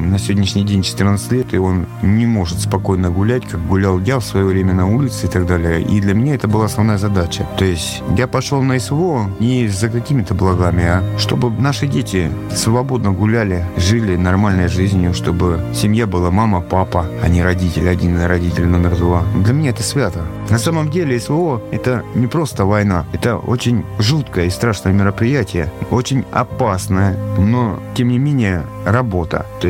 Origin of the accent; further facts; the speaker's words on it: Belgorod Oblast, Russia; Я сам коренной житель Белгородской области. Я люблю нашу землю, нашу природу, наших людей.